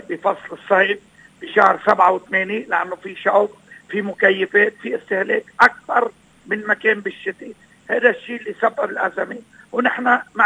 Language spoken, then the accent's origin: Arabic; Lebanon; نحن بلبنان